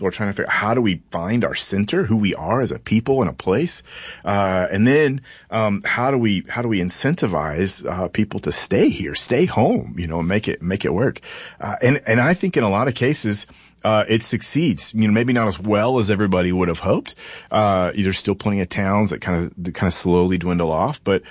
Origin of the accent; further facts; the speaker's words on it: Springdale, Arkansas, United States; I grew up real close to War Eagle. I grew up out on the Sonora side of Springdale.